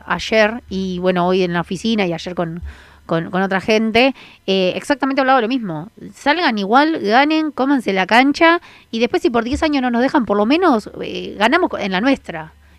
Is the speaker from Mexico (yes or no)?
no; Argentina; por lo menos a mí, como argentina